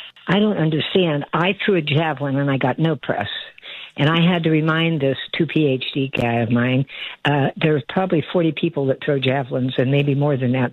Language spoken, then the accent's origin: English; Ohio, United States; but I'm from Ohio, and you can take the girl out of the Midwest